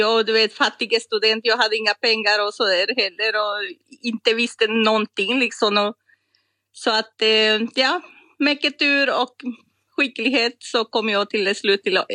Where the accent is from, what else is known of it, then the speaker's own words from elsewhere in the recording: Costa Rica; Swedish is a second language; also born or lived in Poland; now in Sweden; Jag kommer från Costa Rica. Mm-hmm. Och hade studerat i Polen då på 90-talet.